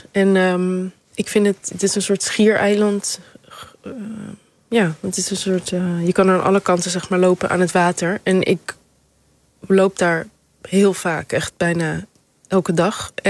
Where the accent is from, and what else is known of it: Amsterdam, North Holland, Netherlands; now in Rotterdam, Netherlands